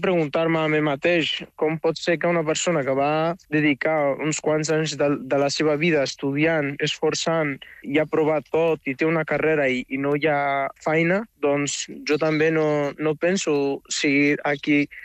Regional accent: Morocco; now in Spain; Com a migrant marroquí, sí.

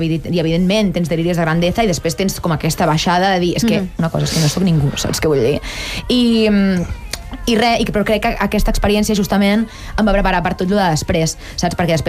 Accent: Barcelona, Catalonia, Spain; Perquè fins a aquell moment, no, que jo vinc del Raval, en plan, jo no coneixia ningú que fos cantant

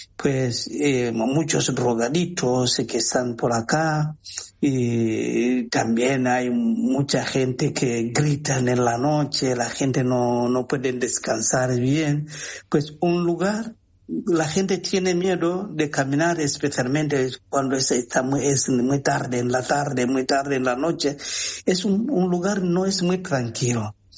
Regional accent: Tanzania; Spanish is a second language; Y llevaba párroco como 13 años en una parroquia allá en mi tierra. Pues era también la parroquia en la ciudad más importante, la ciudad muy comerciante en Tanzania.

